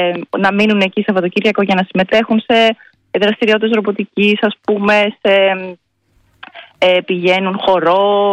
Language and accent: Greek; Karperi, Central Macedonia, Greece; now in Irakleia, Greece; Εγώ είμαι από Σέρες, Καρπερί Σερών, από ένα χωριό πάνω, Βόρεια Ελλάδα.